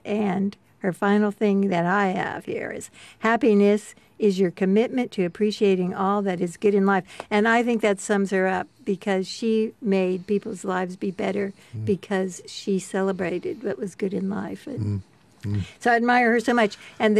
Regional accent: the South, United States; growing up in the South

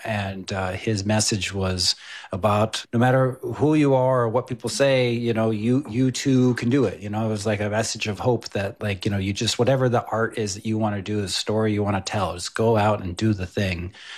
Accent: Texas, United States; I grew up, you know, far away from Southern Californian Chicano epicenter. I grew up in North Texas

